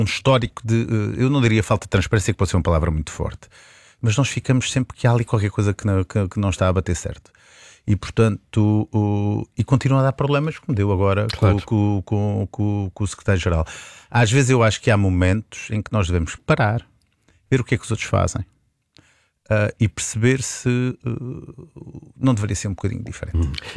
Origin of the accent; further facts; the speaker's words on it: Azores, Portugal; Eu como açoriano, nós estamos muito ligados à questão da proteção civil. Nós nos Açores nunca adotamos bem um sistema Siresp.